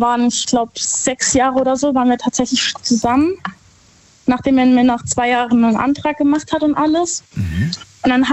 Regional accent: Herxheim, Rhineland-Palatinate, Germany; Ich komme aus Herxheim bei Landau.

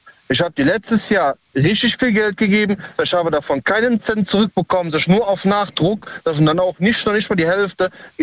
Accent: Cologne, North Rhine-Westphalia, Germany; Aus Köln.

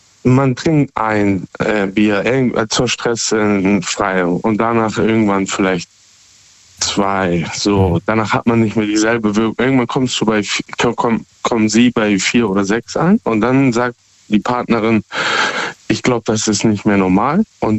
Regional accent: Hamburg, Germany; Ich komme aus Hamburg.

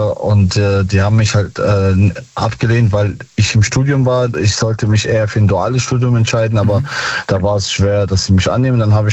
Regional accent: Bonn, North Rhine-Westphalia, Germany; Aus Bonn.

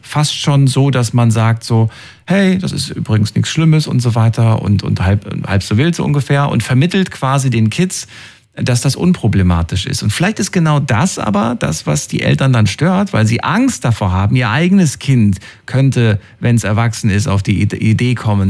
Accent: Thuringia, Germany; Früher bin ich aus Thüringen und so weiter. Und da war FKK ganz normal, ne? in der ehemaligen DDR.

